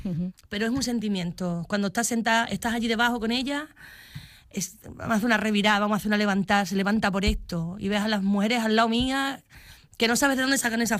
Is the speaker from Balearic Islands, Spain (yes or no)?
no; Mérida, Extremadura, Spain; Sí, fue mi barrio, fue el barrio donde yo nací